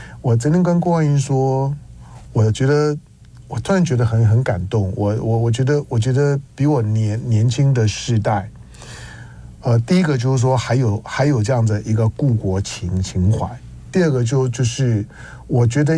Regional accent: Taiwan; 我们是土生土长在台湾的这一代，不管我们的中国情怀、中华情怀有多么的浓烈

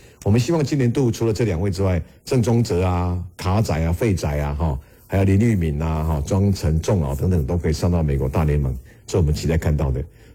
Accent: Taiwan; 我们台湾人非常非常羡慕嘛

